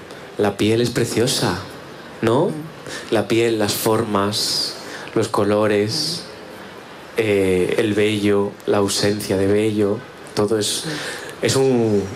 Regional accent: Spain; yo también soy maricón de España

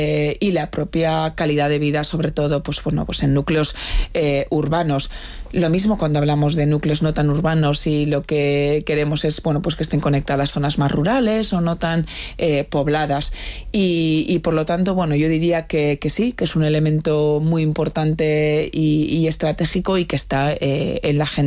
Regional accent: Bilbao, Basque Country, Spain; y yo que soy de Bilbao, pues ayer mismo también en el Arenal, una zona muy muy céntrica

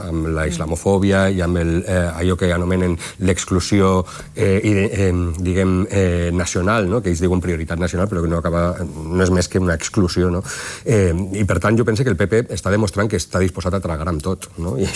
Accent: Valencian Community, Spain; I com a valencià, doncs, amb el tema de la Dana

